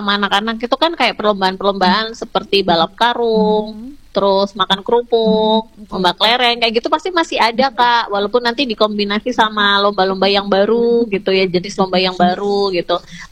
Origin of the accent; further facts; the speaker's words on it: Lamongan, East Java, Indonesia; Aku dari daerah Lamongan sebelah selatan, Kak.